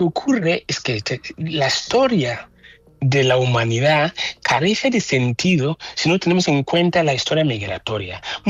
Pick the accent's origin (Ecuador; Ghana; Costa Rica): Ghana; now in Barcelona, Spain; llevo más años viviendo aquí en Cataluña y en Barcelona que en Ghana, en mi país natal.